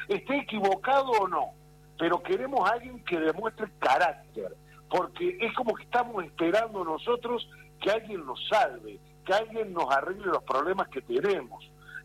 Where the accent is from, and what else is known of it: Argentina